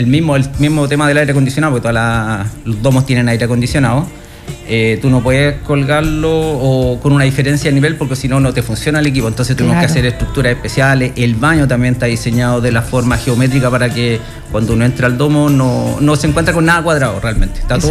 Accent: Chile; born there; yo viví cuando era pequeño, viví en la Villa Teniente

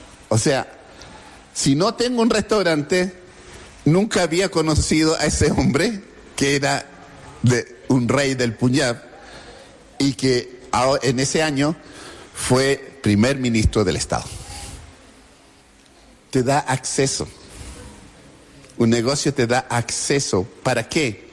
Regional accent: Chile; moved away as an adult; now in India; Tenemos nacionalidad española, aparte de la chilena, tenemos nacionalidad española.

